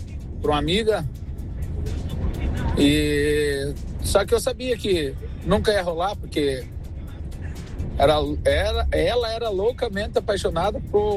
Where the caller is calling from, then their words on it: Adrianópolis, Paraná, Brazil; Sou da cidade de Adrianópolis.